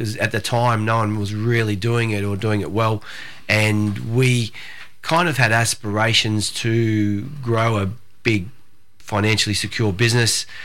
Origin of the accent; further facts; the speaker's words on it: New South Wales, Australia; I grew up in New South Wales, country New South Wales